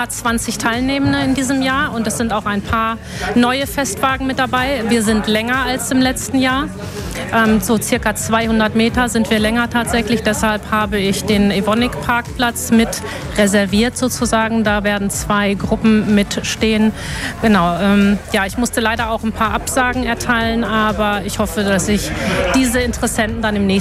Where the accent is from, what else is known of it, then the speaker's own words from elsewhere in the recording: Herne, North Rhine-Westphalia, Germany; Ich bin in Wanne-Nord groß geworden